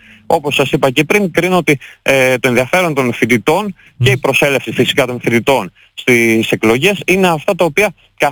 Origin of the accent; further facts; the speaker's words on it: Amfilochia, Western Greece, Greece; now in Patras, Greece; Είμαι από την Αμφιλοχία, της Οδοκαρνανίας.